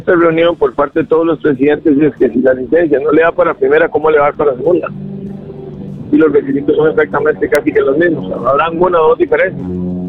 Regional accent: Costa Rica; porque los que somos costarricenses queremos que el fútbol nacional siga trascendiendo

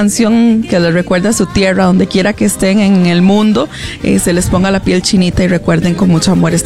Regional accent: Costa Rica; tenemos como costarricenses

